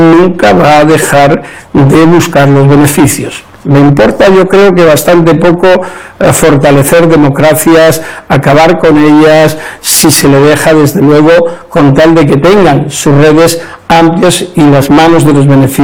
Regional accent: Spain; En mi país, en España

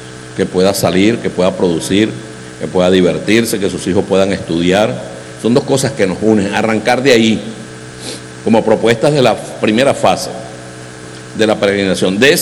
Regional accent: Zulia, Venezuela; moved away; Yo cuando vengo para el Zulia digo, voy para mi tierra

